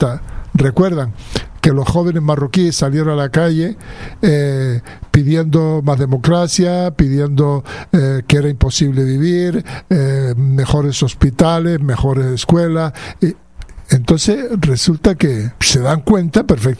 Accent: Western Sahara; now in Canary Islands, Spain; yo personalmente, como soy saharaui y viví la marcha negra o la marcha verde

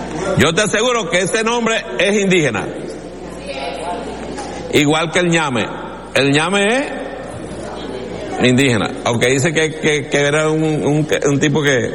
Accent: El Furrial, Monagas, Venezuela; also born or lived in Maturín; now in Caracas, Venezuela; Yo soy un niño del Furrial Yor, que me vine para acá, para Maturín, para acá, para Caracas, a enfrentar la ruda realidad de la capital.

